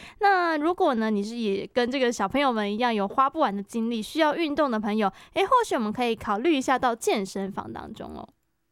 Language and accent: Chinese; Kaohsiung, Taiwan; 我是高雄的小朋友，